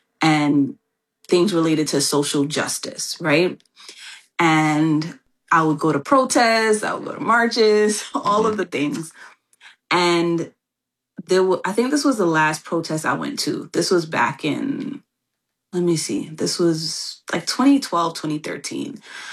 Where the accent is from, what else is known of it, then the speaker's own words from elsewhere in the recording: New York City, New York, United States; I am from the Bronx, New York, still living here.